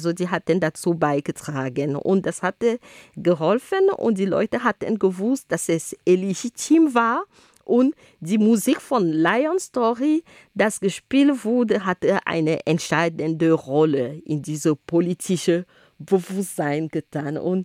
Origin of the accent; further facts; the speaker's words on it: Cameroon; first language Ghomala'; German is a second language; moved away; In Kamerun sprechen wir zum Beispiel, also die Amtssprachen Französisch und Englisch, aber ich habe immerhin noch meine Homala